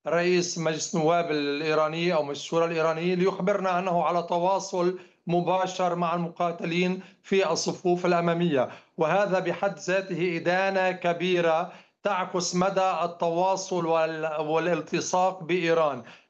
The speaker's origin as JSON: {"language": "Arabic", "country": "Lebanon", "said": "نحن كلبنانيين جميعا، لبنان ليس معلف فقط من حزب الله"}